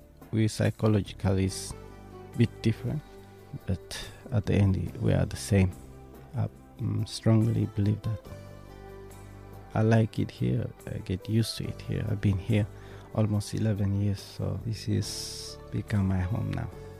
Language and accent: English; Eritrea; English is a second language; now in Australia; I came from Africa, Eritrea. I came to Australia 1995.